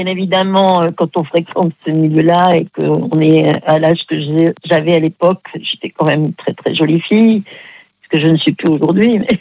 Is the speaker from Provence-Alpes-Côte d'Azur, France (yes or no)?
yes; Aix-en-Provence, Provence-Alpes-Côte d'Azur, France